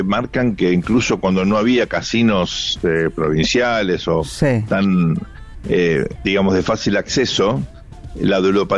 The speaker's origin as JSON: {"language": "Spanish", "region": "Buenos Aires", "country": "Argentina", "tie": "born there", "said": "En Villa del Parque, donde yo nací"}